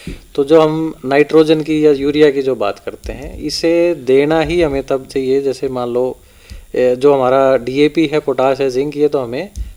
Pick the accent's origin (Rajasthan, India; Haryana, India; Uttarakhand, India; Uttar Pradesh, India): Haryana, India; Yamunanagar; जैसे मैं जहाँ से आता हूँ हमारे यहाँ यमुनानगर में संकर किस्में ज़्यादा लगती हैं